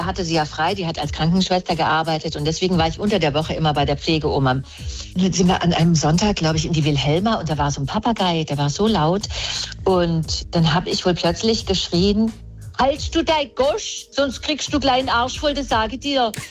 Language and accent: German; Bavaria, Germany; born there; also born or lived in Nussdorf, Baden-Württemberg / Vaihingen an der Enz, Baden-Württemberg; Später, nach 3 Jahren, war ich dann in Feinge an der Enz. Da war ich bis zu meinem 8. Lebensjahr. Und dann sind wir nach Bayern, in die Nähe von München, sind wir dann gezogen. Also Bayerisch spreche ich auch so notdürftig. Aber ich liebe diese beiden Dialekte.